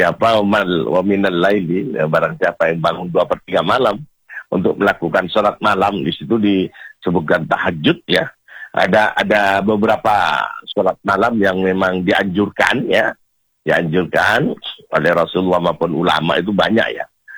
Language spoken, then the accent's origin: Indonesian; Madura, East Java, Indonesia; Kalau di daerah saya Madura itu langgar banyak ya.